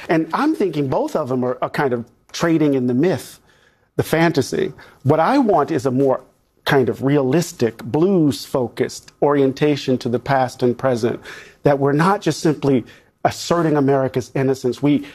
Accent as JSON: {"language": "English", "region": "Mississippi", "country": "United States", "tie": "born or raised there", "said": "I grew up in Mississippi."}